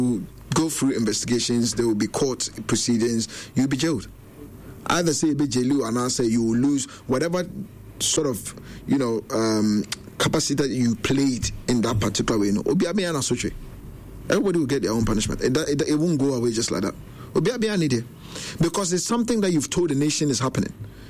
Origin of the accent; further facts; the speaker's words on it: Ghana; now in London, United Kingdom; Because I'm from London, but I'm originally from Ghana.